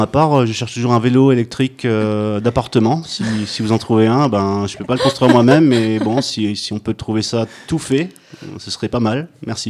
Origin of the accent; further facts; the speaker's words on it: Toulouse, Occitanie, France; Mais par exemple, je viens de Toulouse. Enfin, j'ai habité pas mal à Toulouse.